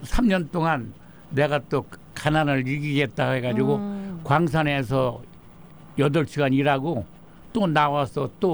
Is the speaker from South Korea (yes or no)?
yes; Gongju, South Chungcheong, South Korea; moved away as an adult; now in United States; 공주 충남 공주.